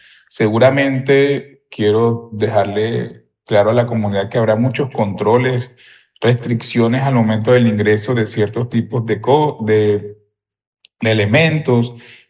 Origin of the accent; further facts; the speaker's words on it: San Juan del Cesar, La Guajira, Colombia; esta visita es muy importante para nosotros como sanjuaneros.